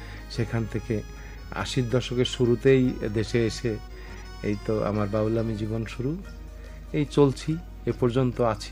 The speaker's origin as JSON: {"language": "Bangla", "area": "Philipnagar, Daulatpur, Kushtia District", "region": "Khulna Division", "country": "Bangladesh", "tie": "born or raised there", "said": "কুষ্টিয়া জেলা, দৌলতপুর থানা, ফিলিপনগর, ইসলামপুর।"}